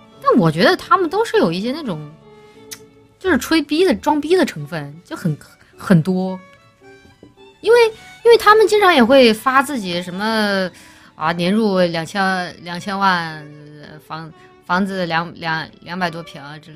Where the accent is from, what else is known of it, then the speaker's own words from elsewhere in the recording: Guangdong, China; born there; moved away; 我小时候住在广东